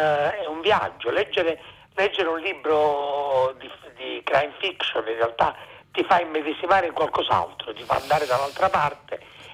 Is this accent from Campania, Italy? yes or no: yes; Naples, Campania, Italy; napoletano!